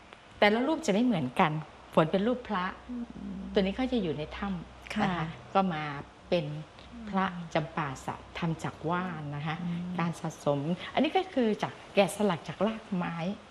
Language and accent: Thai; Ubon Ratchathani, Thailand; born there; เราเกิดที่จังหวัดอุบล